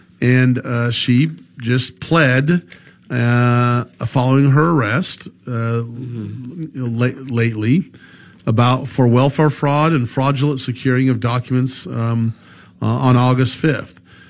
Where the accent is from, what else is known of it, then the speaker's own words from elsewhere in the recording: Sacramento, California, United States; Just I will never forget when I grew up in Sacramento.